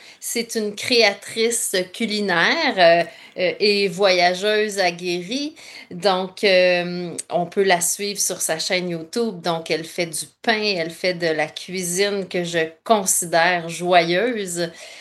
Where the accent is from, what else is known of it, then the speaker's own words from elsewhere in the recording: Quebec, Canada; born there; Je suis gaspésienne de naissance et toute ma famille est de la Gaspésie.